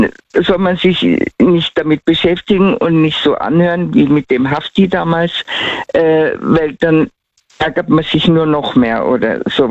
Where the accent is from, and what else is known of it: Tyrol, Austria; accent: Tyrolean